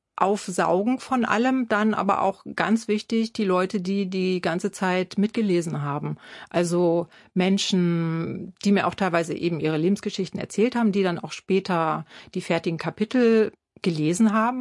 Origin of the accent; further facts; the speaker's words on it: Pinneberg, Schleswig-Holstein, Germany; ich komme ja aus Pinneberg, Schleswig-Holstein. Das war jetzt nicht so die Kernzelle des Punk